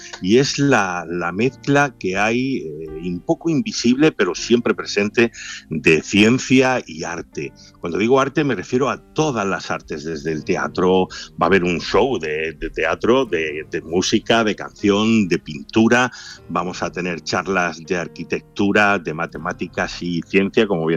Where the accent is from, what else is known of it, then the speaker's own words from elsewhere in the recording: Granada, Andalusia, Spain; muchos de nuestros colaboradores son de Andalucía, yo mismo soy de Granada.